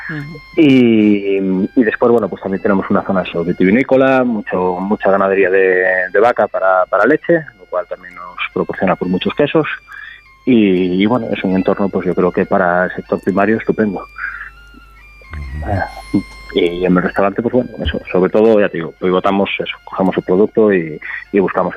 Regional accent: Spain; moved away as an adult; yo nací en Enchantada de toda la vida.

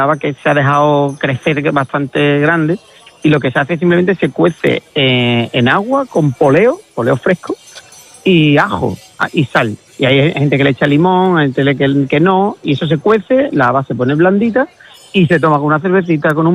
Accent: Villalba del Alcor, Andalusia, Spain; Yo digo que Villalba está a 40 kilómetros de todo, porque está a 40 kilómetros de Huelva capital, está a 45 de Sevilla, está a 42 del Rocío, está a 40 kilómetros

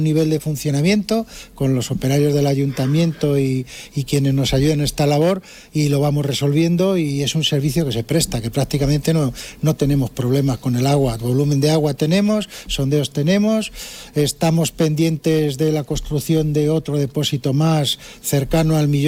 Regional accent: Arcas, Castilla-La Mancha, Spain; Yo siempre digo, somos de Arcas, vivimos en Arcas, estamos en Arcas. Y para nosotros Arcas es una localidad, un pueblo, por el volumen de población, aunque sean 2.600, pero seguimos siendo un pueblo.

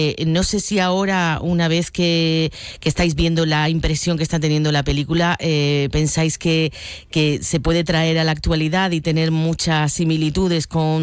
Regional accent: Huelva, Andalusia, Spain; cada vez que los onubenses nos encontramos en cualquier sitio fuera de Huelva, como que nos hace una ilusión especial

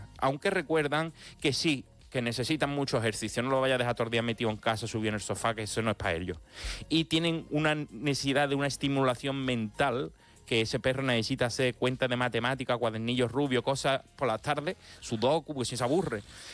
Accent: Cádiz, Andalusia, Spain; Como yo soy gaditano, suena igual.

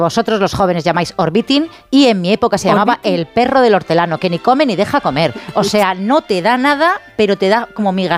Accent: Bilbao, Basque Country, Spain; Yo soy de Bilbao, de centro.

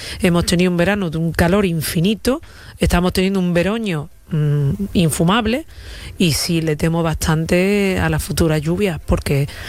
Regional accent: Valencia, Valencian Community, Spain; ahora está pasando hoy en Valencia, en mi tierra, y hemos aprendido de que las alertas salen.

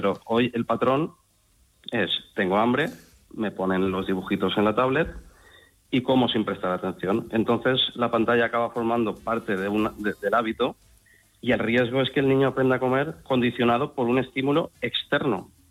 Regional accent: Valencia, Valencian Community, Spain

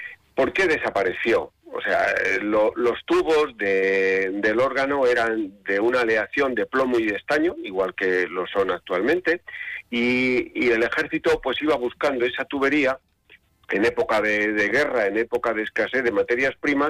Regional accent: Lezuza, Castilla-La Mancha, Spain

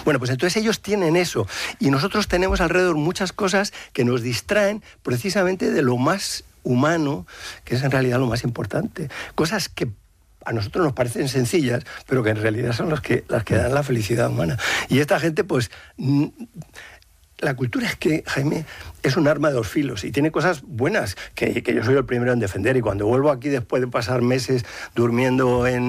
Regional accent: Madrid, Community of Madrid, Spain; now in Salamanca, Spain

